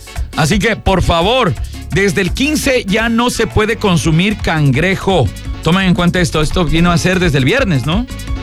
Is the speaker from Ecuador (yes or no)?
yes; Baños, Ecuador; en Baños, en mi tierra.